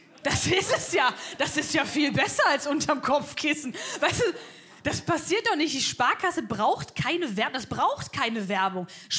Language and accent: German; Cologne, North Rhine-Westphalia, Germany; born there; ich bin aus Köln.